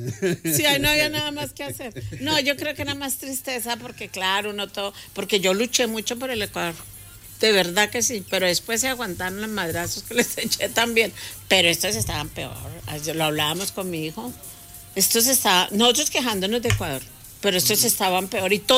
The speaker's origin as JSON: {"language": "Spanish", "country": "Colombia", "said": "y yo soy colombiana"}